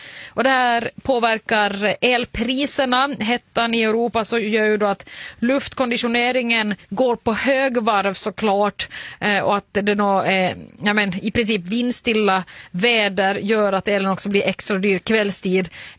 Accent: Finland; Det mörkare som den finländare jag är.

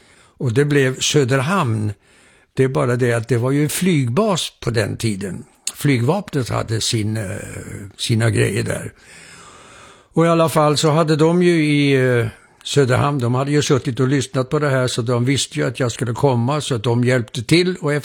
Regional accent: Denmark; Swedish is a second language; nej jag är inte svensk, jag är dansk medborgare.

